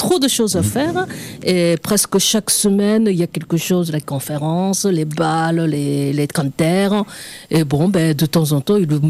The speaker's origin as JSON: {"language": "French", "country": "Japan", "second_language": "French", "moved": "as an adult", "lives_now": "Toulouse, France", "said": "alors je suis japonaise"}